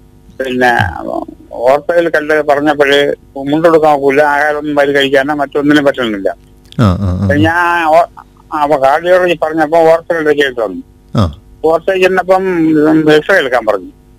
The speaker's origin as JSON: {"language": "Malayalam", "region": "Karnataka", "country": "India", "said": "ഞാൻ കർണാടകയിൽ നിന്നാണ്."}